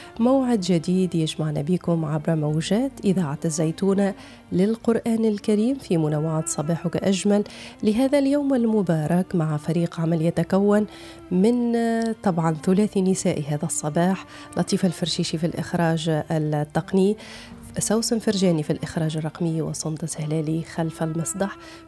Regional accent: Tunisia

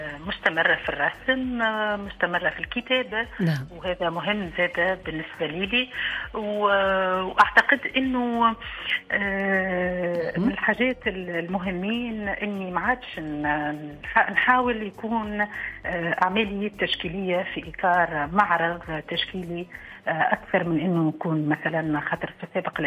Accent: Tunisia

